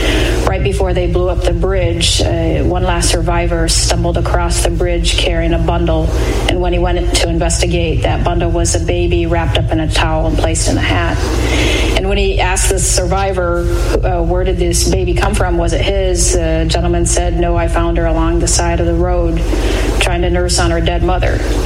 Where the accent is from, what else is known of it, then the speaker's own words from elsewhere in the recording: Solon Springs, Wisconsin, United States; also born or lived in Vietnam / Clovis, New Mexico / San Antonio, Texas; a little town called Solon Springs. And that's where we lived. I went through first grade through 12th grade in this cold tundra of Solon Springs, Wisconsin, in the northwest corner